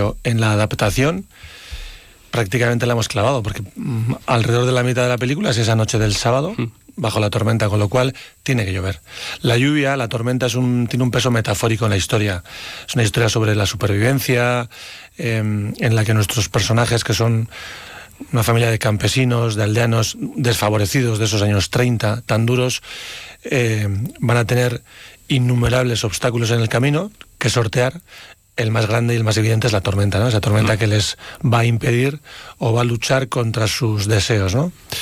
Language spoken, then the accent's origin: Spanish; Leioa, Basque Country, Spain; soy de Leioa, un pueblo prácticamente pegado al Gorta, que es donde Ramiro Pinilla vivió la mitad de su vida y donde está ambientada la historia.